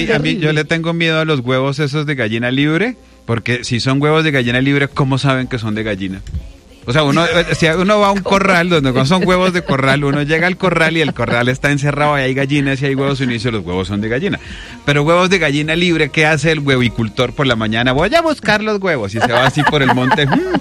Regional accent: Santa Marta, Magdalena, Colombia; moved away; Pero como yo soy samario

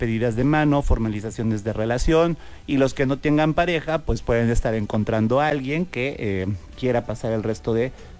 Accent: Orizaba, Veracruz, Mexico; Bueno, yo vengo de Orizaba y está más o menos el mismo clima

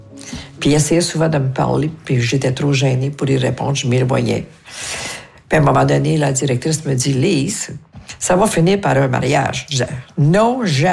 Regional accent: Montreal, Quebec, Canada; born there; also born or lived in Toronto; now in Outaouais, Canada; Moi, je suis native de Montréal, mais j'ai passé une grosse partie de ma vie à Québec.

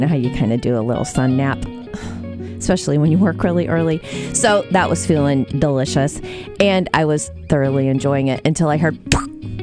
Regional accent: Metamora, Illinois, United States; now in East Peoria, United States; Hubby and I have lived in this area all our lives. He's from Pekin, I'm from Metamora. We raised our kids in Dunlap.

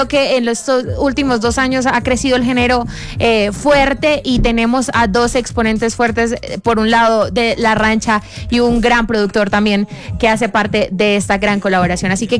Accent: Huila, Colombia; born there; Hay gente que yo debo decir que desde el sur del Huila, de mi pueblo, del Huila, ya los escuchan, ya escuchan el sonido.

